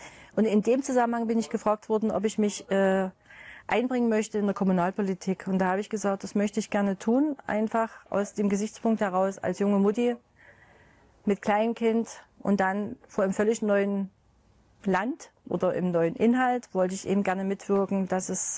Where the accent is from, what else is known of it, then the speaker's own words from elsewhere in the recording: Riesa, Saxony, Germany; born there; Ich bin 1965 in Riesa geboren, bin verheiratet, habe 2 Kinder, bin schon Oma, glücklich.